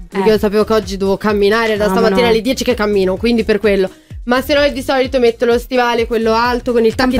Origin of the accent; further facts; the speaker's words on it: Liguria, Italy; Io della Liguria